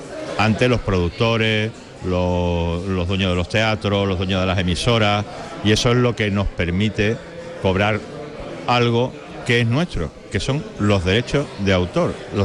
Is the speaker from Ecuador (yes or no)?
no; Seville, Andalusia, Spain; yo soy sevillano del barrio del Museo. Yo he vivido muchísimos años aquí.